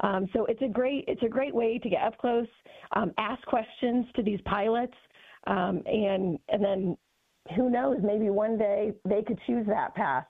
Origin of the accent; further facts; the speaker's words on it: Indianapolis, Indiana, United States; So I grew up in Indianapolis. I was born right in Indy, and then I graduated from Carmel High School.